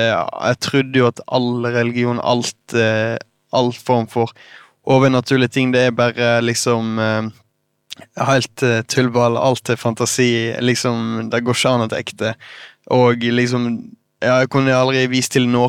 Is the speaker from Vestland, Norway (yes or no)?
yes; Øystese, Vestland, Norway; also born or lived in Bergen; Nei, jeg ble født her I Bergen, men... Jeg flyttet tidlig, eller familien flyttet tidlig til Øystese, der ligger I Hardangerfjorden, litt sånn sørøst for Bergen. Når jeg var tre da, så flyttet vi der og bygde hus og ja, vokste opp I en ganske trygg og god familie.